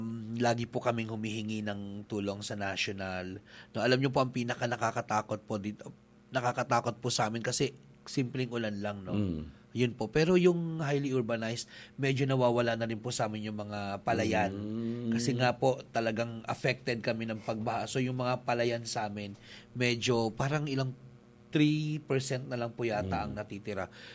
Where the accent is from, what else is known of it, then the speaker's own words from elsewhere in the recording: Hagonoy, Central Luzon, Philippines; Actually po, yung I am from Bulacan. I am from Bulacan po sa Region 3.